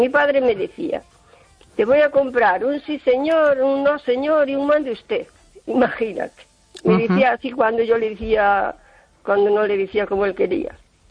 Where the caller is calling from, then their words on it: O Carballiño, Galicia, Spain; de Carballiño.